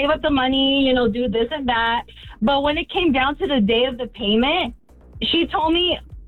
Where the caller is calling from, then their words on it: Lawrenceville, United States; I'm calling from Lawrenceville